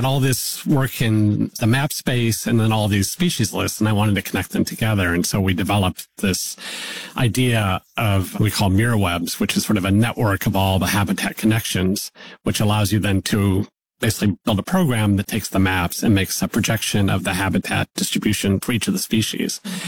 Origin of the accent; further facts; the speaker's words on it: California, United States; moved away as an adult; now in New York City, United States; I moved to New York City. It was 25 years ago, and I was from Northern California, and I'd only been in New York once before, and I never lived in a big city.